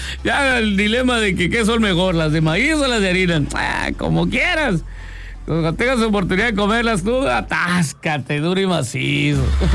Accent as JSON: {"language": "Spanish", "town": "Guaymas", "region": "Sonora", "country": "Mexico", "tie": "born or raised there", "moved": "yes", "said": "yo de Guaymas"}